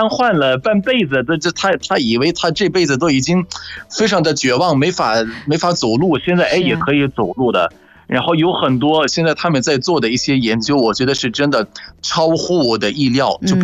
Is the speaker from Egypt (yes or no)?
yes; Egypt; Chinese is a second language